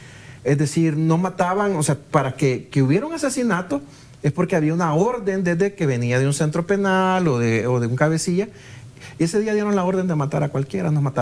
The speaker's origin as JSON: {"language": "Spanish", "country": "El Salvador", "said": "te lo juro que como salvadoreños nunca le veíamos solución a eso."}